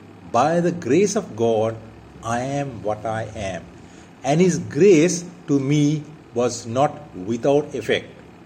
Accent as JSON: {"language": "English", "town": "Colombo", "region": "Western Province", "country": "Sri Lanka", "said": "I am from Sri Lanka. The congregation that I belong to is in Colombo, Sri Lanka."}